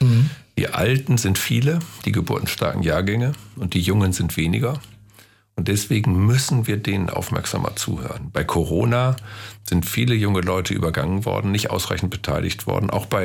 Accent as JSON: {"language": "German", "town": "Osnabrück", "region": "Lower Saxony", "country": "Germany", "tie": "born or raised there", "said": "Und das ist meine Heimatstadt, das bleibt meine Heimatstadt. Jetzt lebe ich ja bei Hannover, aber bin oft in Osnabrück."}